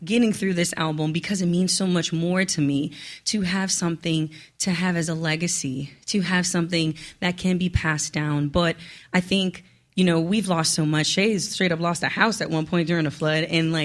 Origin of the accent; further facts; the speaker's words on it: New Orleans, Louisiana, United States; growing up in the Lower Ninth Ward, where my only stress was always about food.